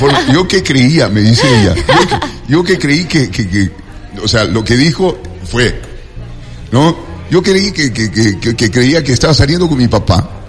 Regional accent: Quito, Pichincha, Ecuador; now in Cuenca, Ecuador; Y la verdad, yo viviendo en Cuenca sí me doy cuenta que los quiteños cantamos. Yo no, porque yo no tengo acento quiteño. Yo tengo un mix de dónde he vivido, de la familia que tengo, porque tengo familia tanto costeña como serrana.

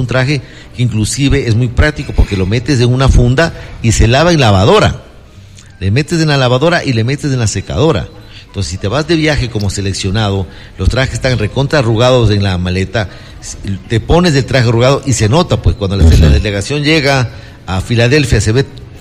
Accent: Ecuador; now in Miami, United States; Porque sabía que era ecuatoriano.

